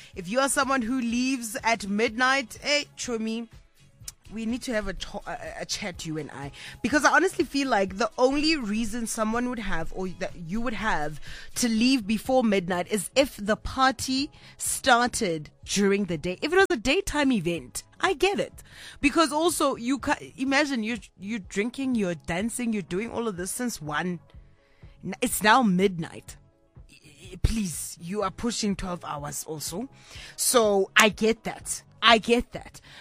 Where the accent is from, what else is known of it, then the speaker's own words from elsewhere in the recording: Kimberley, Northern Cape, South Africa; in my hometown of Kimberley